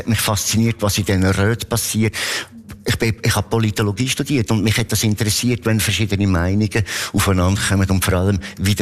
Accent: Lucerne, Switzerland; ich als Luzerner

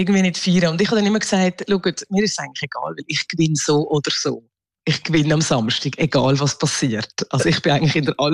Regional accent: Switzerland; now in Argentina; weil ich als Schweizerin bin, haben sie Angst, dass wenn ich dabei bin, dass sie könnten verlieren

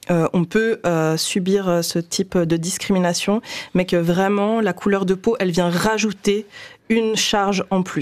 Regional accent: Russia; russe et je parle russe. Et on m'a pas mal, surtout avant, maintenant plus, mais insultée sur le fait que je suis russe

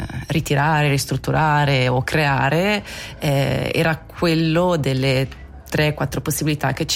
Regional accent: Malvaglia, Ticino, Switzerland; now in Motto, Switzerland; io sono nata e cresciuta a Malvaglia, quindi il primo paese della Valle di Legno.

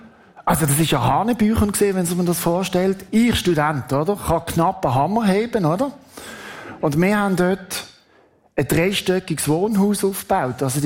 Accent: Basel, Basel-Stadt, Switzerland; ich bin in Basel aufgewachsen.

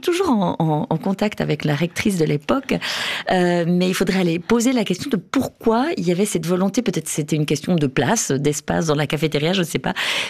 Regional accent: Biel, Bern, Switzerland; J'ai grandi à Bienne avec ma famille, et en fait on avait des voisins alémaniques

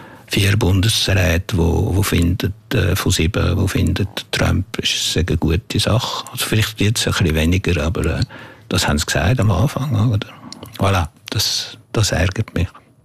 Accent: Switzerland; Aber ich habe geschrieben als ein Schweizer oder irgendwie, der das anschauen kann. Und nicht als ein Franzose, der jetzt da Ihnen etwas erzählen will.

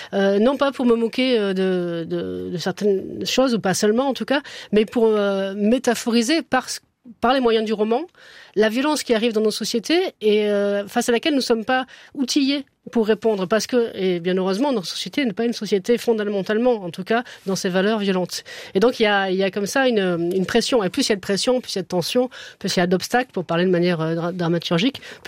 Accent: Montpellier, Occitanie, France; born there

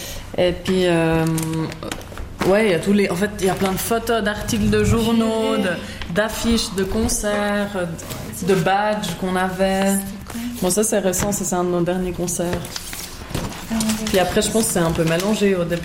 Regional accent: Font, Fribourg, Switzerland; born there; Je suis née officiellement ouais, à Fon. Donc à Fon vers Estavayer.

